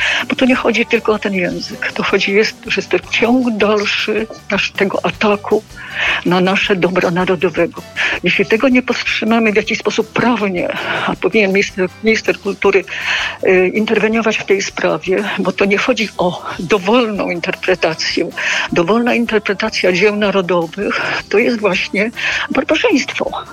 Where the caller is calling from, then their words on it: Masovian Voivodeship, Poland; Dzwonię spod Warszawy.